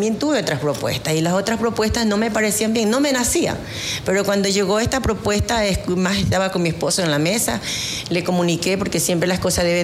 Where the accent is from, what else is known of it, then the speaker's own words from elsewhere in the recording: Guayaquil, Guayas, Ecuador; born there; also born or lived in Quevedo; now in San Carlos, Ecuador; yo nací precisamente en Guayaquil, imagínese, pero da la casualidad que mis padres emigraron aquí a esta ciudad de Quevedo